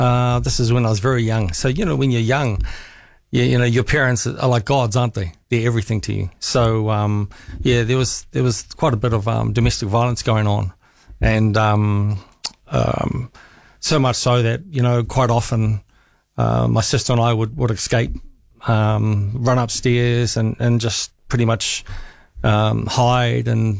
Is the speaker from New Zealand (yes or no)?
yes; Auckland, New Zealand; also born or lived in United Kingdom; when I was growing up in East Auckland, a lot of state housing in the area.